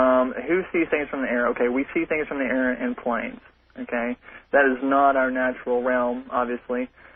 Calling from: Nashville, Tennessee, United States; I'm calling from Nashville, Tennessee.

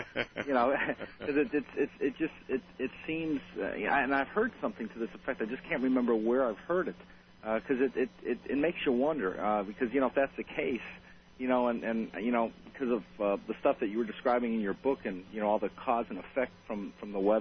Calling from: Houston, Texas, United States; I listen on KTRH 740 in Houston.

